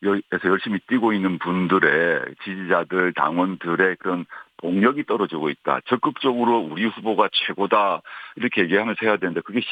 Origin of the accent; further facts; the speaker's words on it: Busan, South Korea; moved away; 제 고향이 부산인데